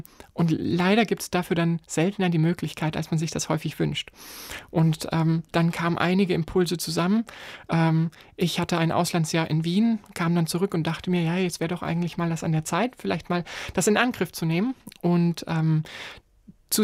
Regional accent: Fulda, Hesse, Germany; born or raised there

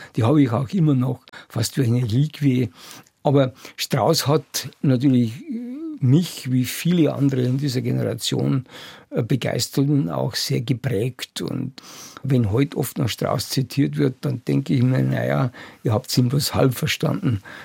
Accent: Bavaria, Germany; moved away as an adult; now in Munich, Germany; dass ich dann also in München hier so als Niederbayer mehr oder weniger als rückständig eingruppiert wurde.

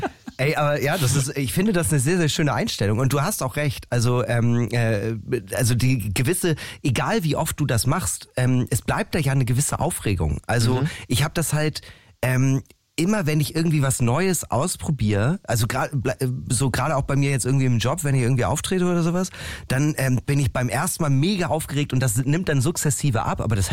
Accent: Northern Germany, Germany

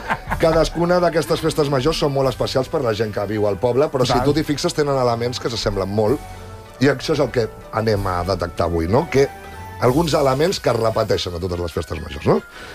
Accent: Molins de Rei, Catalonia, Spain; la festa major del meu poble

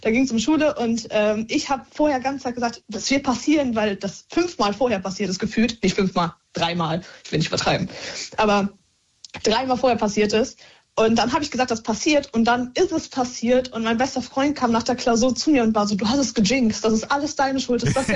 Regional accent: North Rhine-Westphalia, Germany; Ich überlege gerade, ich komme aus dem Ruhrpott.

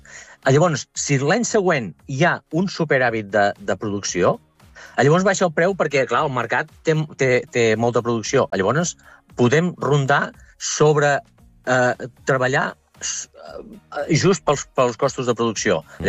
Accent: La Bisbal del Penedès, Catalonia, Spain; De la Bisbal del Penedès.

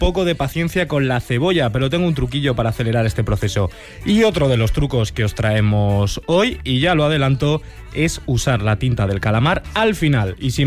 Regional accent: Pamplona, Navarre, Spain; en la vorágine de San Fermín, como buen pamplonés que soy

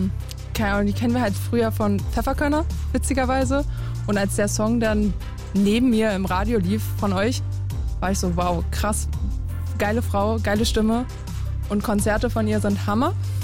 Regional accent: Berlin, Germany; Ich komme aus Lichtenrade, das ist ganz unten in Tempelhof.

